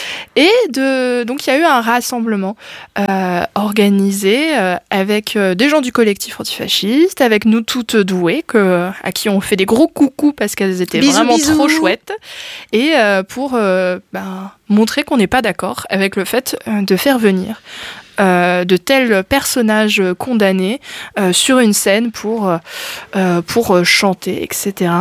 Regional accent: Hauts-de-France, France; je suis picarde.

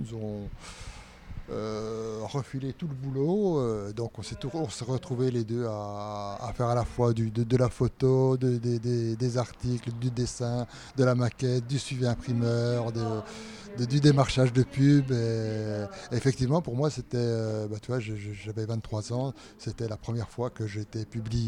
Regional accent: Besançon, Bourgogne-Franche-Comté, France; also born or lived in Lons-le-Saunier; Ouais, mais Lons-le-Saunier, j'y suis juste né, quoi. Après, j'ai grandi à Besançon.

